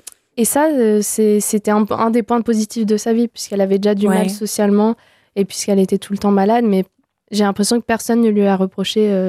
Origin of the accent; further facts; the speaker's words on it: France; also born or lived in Belgium; c'était assez simple l'accès en tant que française et belge au Royaume-Uni pour avoir accès aux archives.